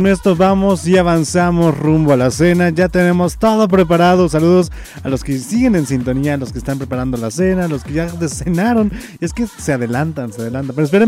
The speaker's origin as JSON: {"language": "Spanish", "country": "Mexico", "said": "así somos los mexicanos, sentimos intensamente, amamos intensamente y también sufrimos intensamente y también perdemos intensamente."}